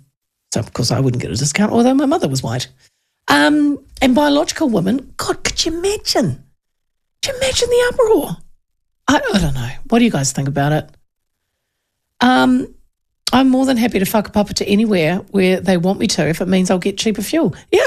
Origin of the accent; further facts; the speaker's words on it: Hawke's Bay, New Zealand; I'm from the Hawke's Bay and I have whānau in Wairua.